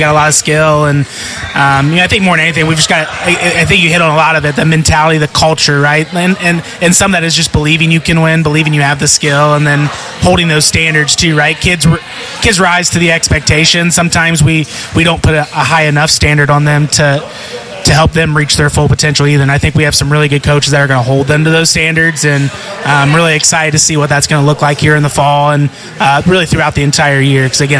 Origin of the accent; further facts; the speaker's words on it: North Manchester, Indiana, United States; North Manchester.